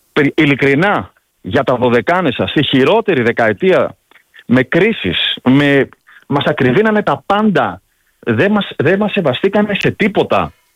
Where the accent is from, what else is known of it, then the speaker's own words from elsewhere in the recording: Embonas, South Aegean, Greece; now in Rhodes, Greece; Εγώ το λέω ακόμα και για το χωριό μου, ας πούμε, στον Έμπονα, μου λέει, μα δεν ζεις εδώ πέρα, πώς θα μας καταλάβεις. Που ζω στη Ρόδο